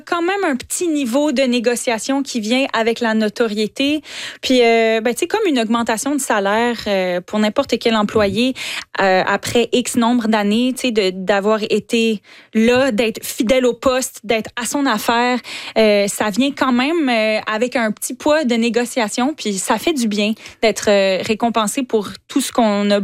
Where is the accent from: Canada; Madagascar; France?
Canada; Quebec; je suis québécoise, j'ai grandi en écoutant les Canadiens de Montréal à la télé petite avec mon papa.